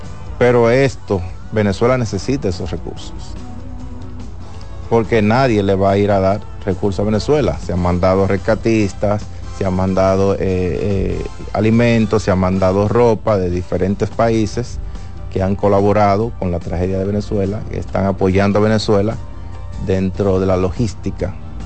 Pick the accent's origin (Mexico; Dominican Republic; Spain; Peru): Dominican Republic